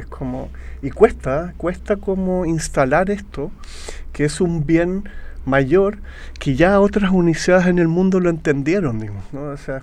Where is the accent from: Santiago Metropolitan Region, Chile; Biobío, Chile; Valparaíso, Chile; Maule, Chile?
Valparaíso, Chile; Viña del Mar; yo crecí en Viña del Mar con un jardín